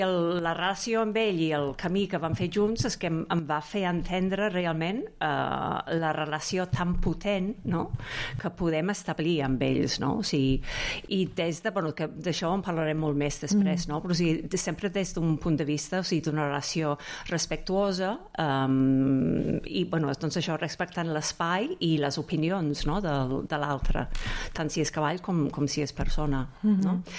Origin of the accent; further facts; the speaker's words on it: England, United Kingdom; Catalan is a second language; now in Catalonia, Spain; soc anglesa